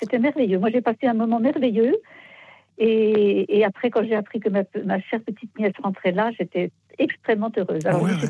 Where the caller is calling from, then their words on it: Versailles, Île-de-France, France; Je vous appelle de Versailles.